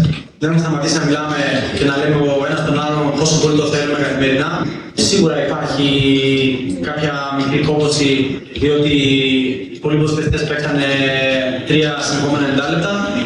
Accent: Northern Greece, Greece; Οπότε και εγώ, σαν παιδί της Βόρειου Ελλάδας, είμαι πάρα πολύ χαρούμενος. Παίζω σχετικά στα μέρη μου.

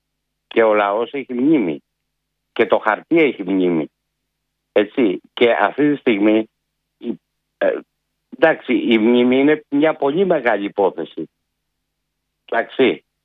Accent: West Greece, Greece; Εγώ δεν είμαι Μακεδόνας, έτσι. Εγώ είμαι Ακαρνάνας.

